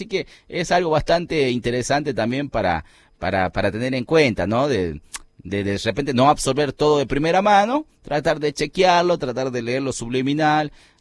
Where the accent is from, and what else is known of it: Argentina